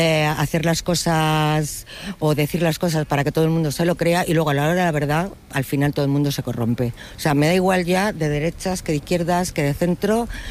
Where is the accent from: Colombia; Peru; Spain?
Spain; Madrid, Community of Madrid; yo no provengo de este barrio, vengo de un barrio de Pueblo Nuevo, al lado en Ciudad Lineal, que es un barrio normal y corriente